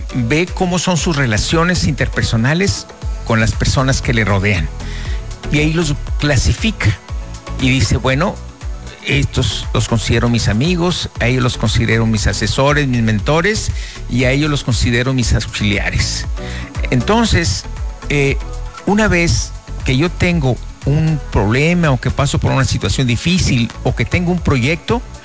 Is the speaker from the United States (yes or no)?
no; Mexico; born there; moved away as an adult; also born or lived in Monterrey; yo quiero regresar al ejido donde nací, a la ciudad donde nací